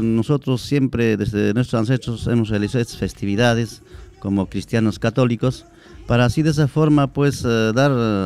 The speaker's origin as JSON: {"language": "Spanish", "area": "San Jerónimo district", "region": "Cusco", "country": "Peru"}